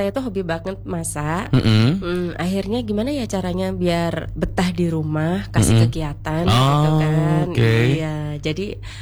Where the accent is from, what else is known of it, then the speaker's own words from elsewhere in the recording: Bangil, East Java, Indonesia; moved away; Karena saya asli Bangil ya.